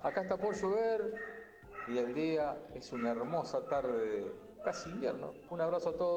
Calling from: Alberti, Buenos Aires Province, Argentina; desde Alberti, en el centro de la provincia de Buenos Aires, en la realidad de Pla, un pueblito rural del partido de Alberti.

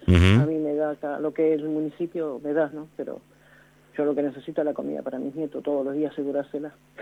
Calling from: Garín, Buenos Aires Province, Argentina; Sí, de acá de Garín.

